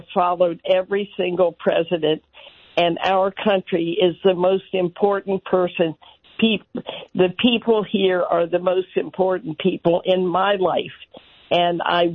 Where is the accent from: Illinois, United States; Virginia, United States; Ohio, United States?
Virginia, United States; Arlington; I grew up in Arlington, Virginia, and I have been to Arlington Cemetery many times, and I have seen every single memorial.